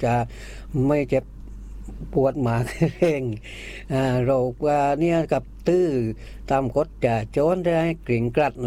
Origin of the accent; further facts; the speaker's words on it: Nakhon Sawan, Thailand; จังหวัดนครสวรรค์